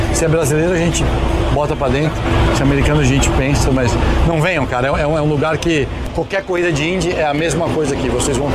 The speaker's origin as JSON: {"language": "Portuguese", "country": "Brazil", "said": "Eu sou brasileiro, a gente gosta de muvuca, a gente gosta de confusão."}